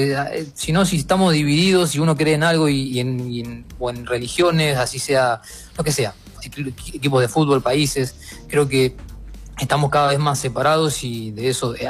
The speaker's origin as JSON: {"language": "Spanish", "country": "Argentina", "said": "Y yo no me puedo estar peleando con una persona que es de Ecuador porque yo soy de Argentina."}